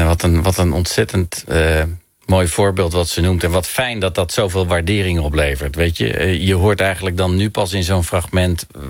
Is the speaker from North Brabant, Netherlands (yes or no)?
yes; Rosmalen, North Brabant, Netherlands; born there; moved away; Ik kan nog steeds naar mijn geboortedorp Rosmalen bij Den Bosch rijden, door de straat waar ik geboren ben.